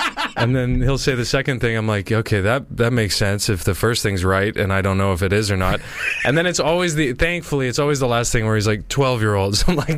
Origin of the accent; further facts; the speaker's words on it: Edmonton, Alberta, Canada; moved away; I'm from Edmonton, Alberta, which is like Midwest.